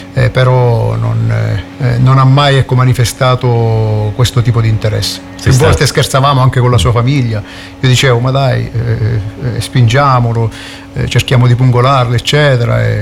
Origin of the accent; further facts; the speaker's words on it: Southern Italy, Italy; noi siamo terroni